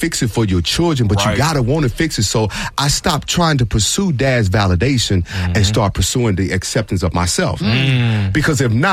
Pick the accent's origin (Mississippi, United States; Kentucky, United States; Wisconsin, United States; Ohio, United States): Mississippi, United States; moved away; you know we're from, you know we're from Mississippi